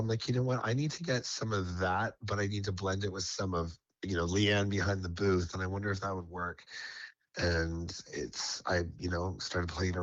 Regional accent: North Vancouver, British Columbia, Canada; Being a proud Vancouverite, I grew up in North Vancouver downtown, and I think that I was also blessed with such an easy coming out story.

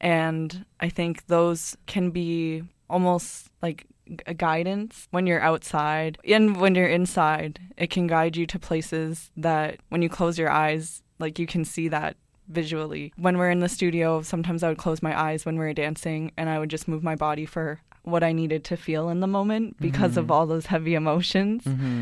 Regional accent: Ontario, Canada; I'm from Munsi, which is in southwestern Ontario, and I'm part of the Loon Clan, and my home is my mom and my grandma because they're the ones that raised me. I was speaking in Ojibwe, and the last part was Lenape

